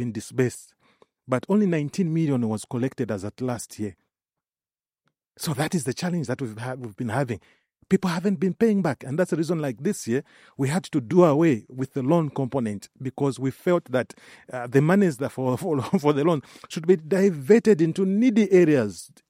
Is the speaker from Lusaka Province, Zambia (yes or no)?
yes; Lusaka, Lusaka Province, Zambia; I was born in Kamwala.